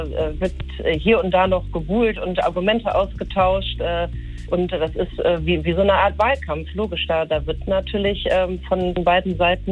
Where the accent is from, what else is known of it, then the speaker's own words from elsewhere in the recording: Cologne, North Rhine-Westphalia, Germany; ich bin Kölnerin, ich bin in Köln geboren, aufgewachsen, bin da nie weggezogen.